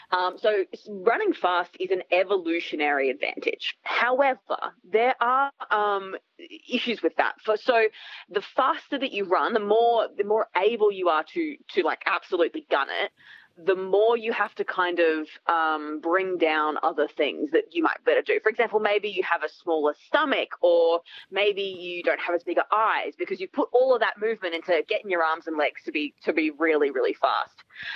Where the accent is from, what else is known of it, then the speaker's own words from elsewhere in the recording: Queensland, Australia; I grew up in Queensland